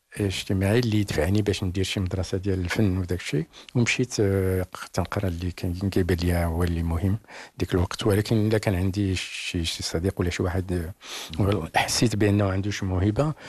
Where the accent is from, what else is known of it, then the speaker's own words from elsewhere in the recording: Casablanca, Casablanca-Settat, Morocco; also born or lived in Tahannaout; now in Paris, France; كنت صغير في الحياة الشعبية ديال الدار البيضاء، كبرت في الدرب غليف